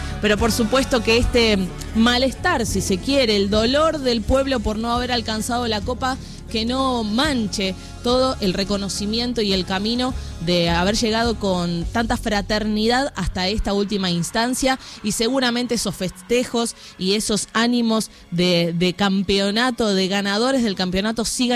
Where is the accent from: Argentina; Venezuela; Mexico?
Argentina; Somos argentinos de pasión.